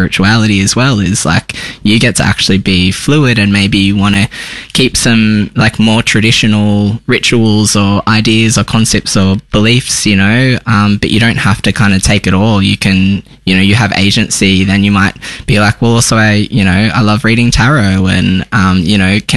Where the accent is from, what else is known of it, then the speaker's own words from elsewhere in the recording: Tamworth, New South Wales, Australia; also born or lived in Sydney; now in Melbourne, Australia; I grew up in Tamworth. I moved to Sydney, did my studies, started the church there